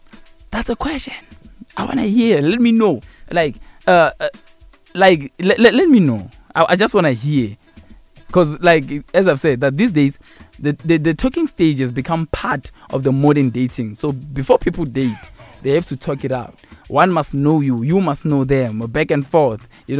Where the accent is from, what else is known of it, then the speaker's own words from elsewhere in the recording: South Africa; what a time to be a South African, man. What a time to be a citizen here in Mzansi.